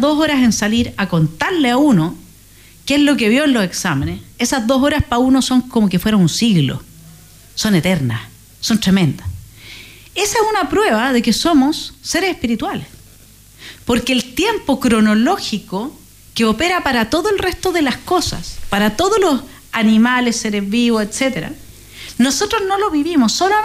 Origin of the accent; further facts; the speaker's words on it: Villarrica, Araucanía, Chile; born there; moved away; also born or lived in Temuco; Sí, pues yo soy de Villarrica, mi familia es de Villarrica, hoy día mi papá, mi hermano viven allá. Me casé en Temuco, crecí también entre Villarrica y Temuco, porque en Villarrica había colegio alemán, solo estaba tercero básico. Y nosotros somos alemanes